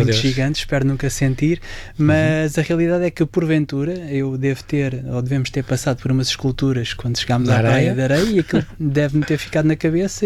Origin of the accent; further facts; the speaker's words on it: Pedreiras, Centro, Portugal; also born or lived in Évora / Redondo; Eu realmente nasci em Évora, a minha família toda é do Redondo, uma vila próxima de Évora, e com 3 anos os meus pais vieram morar para Porto Mós.